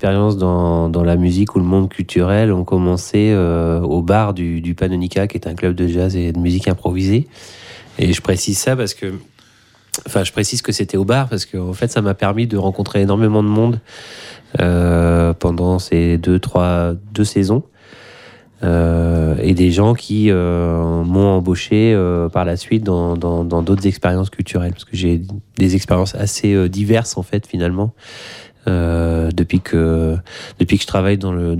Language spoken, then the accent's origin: French; Pays de la Loire, France; moved away; Je viens de Loire-Atlantique. J'habitais un petit village qui s'appelle Lagrigonnet, qui est situé entre Nantes et Rennes, sur l'axe Nantes-Rennes.